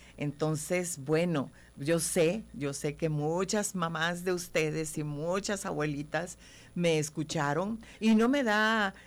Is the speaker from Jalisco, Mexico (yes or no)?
no; Nacajuca, Tabasco, Mexico; soy de Nacajuca, soy una hija de Dios, absolutamente.